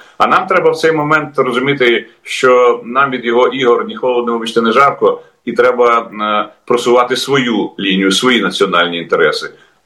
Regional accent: Kyiv, Ukraine; як і всі ми кияни

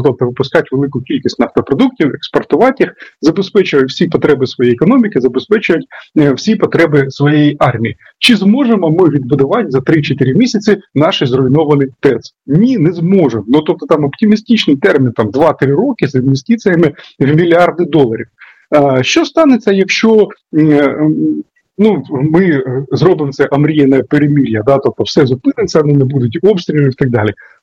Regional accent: Sumy Oblast, Ukraine; в моїй рідній Сумщині

